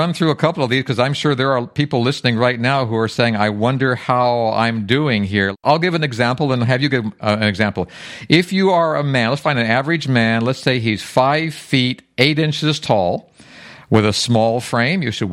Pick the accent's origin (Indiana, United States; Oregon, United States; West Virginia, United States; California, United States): West Virginia, United States; and I'm from West Virginia, and not so much.